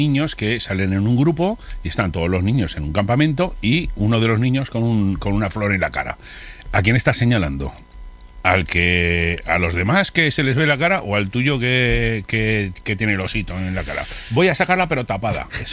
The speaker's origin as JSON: {"language": "Spanish", "town": "Zaragoza", "region": "Aragon", "country": "Spain", "said": "Ahí me has tocado, soy de Zaragoza."}